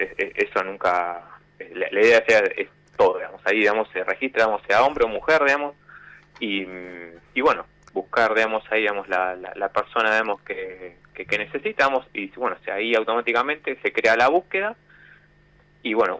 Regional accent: Wilde, Buenos Aires Province, Argentina

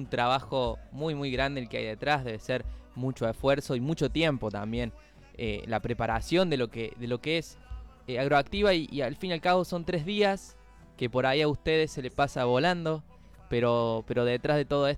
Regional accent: Argentina; nuestra identidad como argentinos

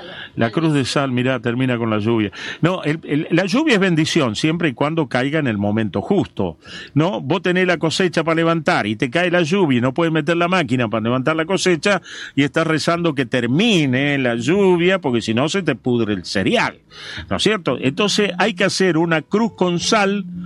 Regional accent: María Grande, Entre Ríos, Argentina; born or raised there

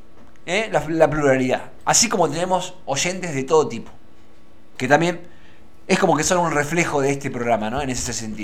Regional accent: Argentina; como ciudadano argentino me llena de esperanza

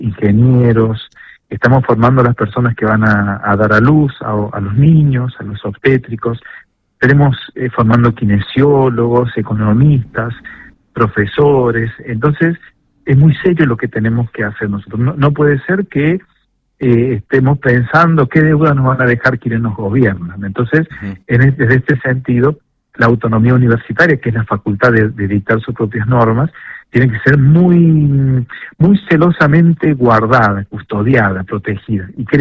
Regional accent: Villa Mercedes, San Luis, Argentina; yo soy de Villa Mercedes, me conocen desde hace mucho tiempo

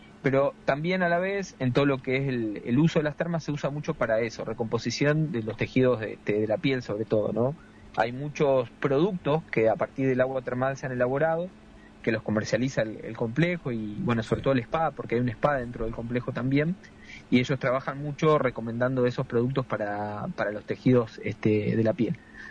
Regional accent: Argentina; Somos argentinos

